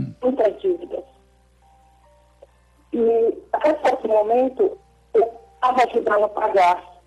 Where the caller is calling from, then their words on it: Rio Grande do Sul, Brazil; De algum lugar do Rio Grande do Sul.